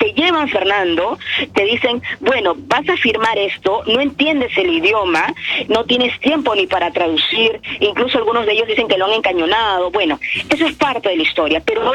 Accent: Peru; qué nos interesa a nosotros como peruanos.

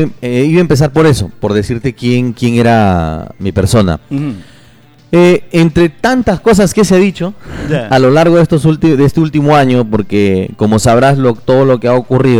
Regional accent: José Leonardo Ortiz, Lambayeque, Peru; Mira, yo soy leonardino … es leonardino. Yo soy nacido en José Leonardo Ortiz. Yo soy nacido en el primer sector de Santana.

